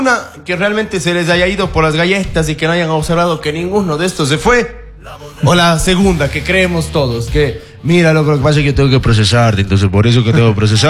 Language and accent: Spanish; Ecuador; esperamos como ecuatorianos, como ciudadanos